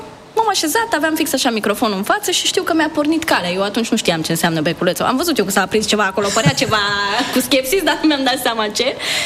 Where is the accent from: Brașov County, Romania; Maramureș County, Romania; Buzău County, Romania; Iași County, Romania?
Iași County, Romania; Iași; Eram la facultate de jurnalism în Iași, eu sunt din Iași și...